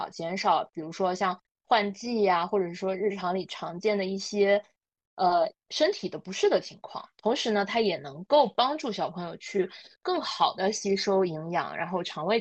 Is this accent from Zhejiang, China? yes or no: no; Heilongjiang, China; 我是黑龙江人嘛